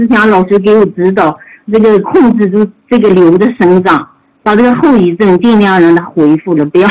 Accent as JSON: {"language": "Chinese", "town": "Yuci", "region": "Shanxi", "country": "China", "tie": "born or raised there", "moved": "as an adult", "lives_now": "Taiyuan, China", "said": "1969年农历8月初4早上卯时5点到7点出生的，出生在那个山西榆次农村。嗯，后来才长大以后才去了太原的。"}